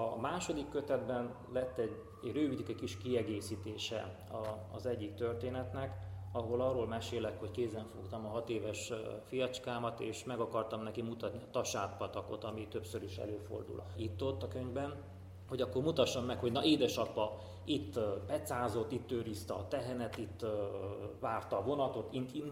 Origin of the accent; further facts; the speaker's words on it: Fügyivásárhely, Bihor, Romania; also born or lived in Oradea; Én nagyváradi születésű vagyok, Fügyivásárhelyen nőttem fel.